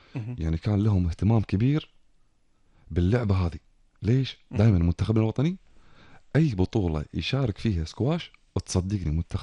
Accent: Kuwait; عندنا بالكويت

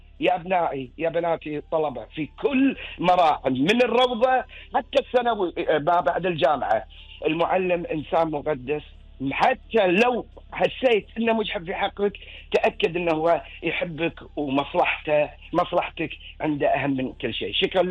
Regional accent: Kuwait; وعندنا في الكويت يعني خلينا نقول رائدين في مجال التعليم،

